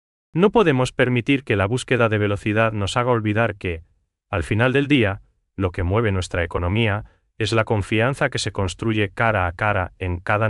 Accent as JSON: {"language": "Spanish", "country": "Paraguay"}